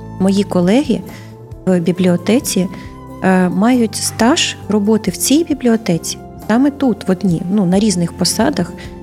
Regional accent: Artsyz, Odesa Oblast, Ukraine; moved away; в таких містах, як мій рідний Арциз.

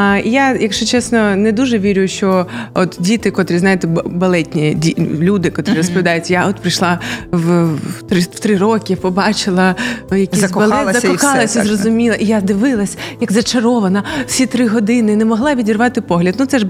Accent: Kyiv, Ukraine; moved away as an adult; also born or lived in Volyn; now in Odesa, Ukraine; Я киянка, в мене мати киянка, а батько в мене взагалі зі Львова

